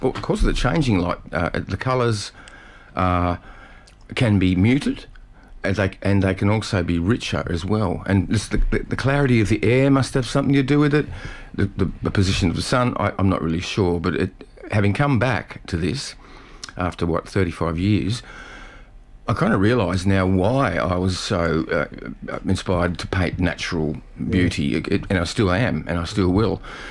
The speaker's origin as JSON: {"language": "English", "region": "Tasmania", "country": "Australia", "tie": "born or raised there", "said": "And I grew up in Tassie, down in the Derwent Valley, and I was always sort of really taken by the natural beauty here"}